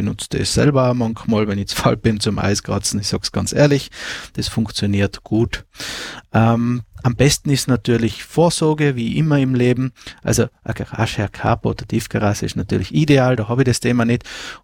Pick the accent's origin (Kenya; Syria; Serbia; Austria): Austria; Tyrol; dann wird es das erste Mal in den Alpen zu Hause kalt, zum Beispiel bei uns in Tirol.